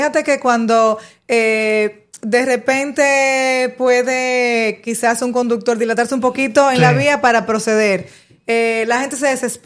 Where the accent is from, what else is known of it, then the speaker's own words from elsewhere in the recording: Dominican Republic; Somos dominicanos y podemos hacerlo.